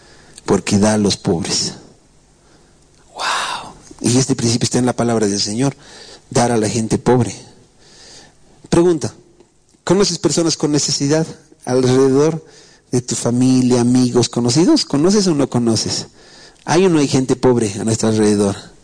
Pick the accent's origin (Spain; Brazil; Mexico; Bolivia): Bolivia; antes que bolivianos somos ciudadanos del cielo.